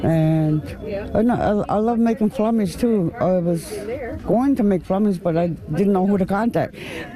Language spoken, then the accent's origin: English; Rigolet, Newfoundland and Labrador, Canada; I'm originally from Rigolet